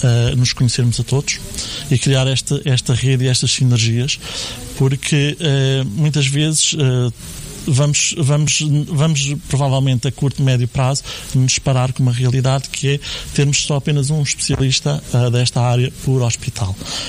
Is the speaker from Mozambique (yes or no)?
no; Abrantes, Centro, Portugal; primeiro porque sou natural de Abrantes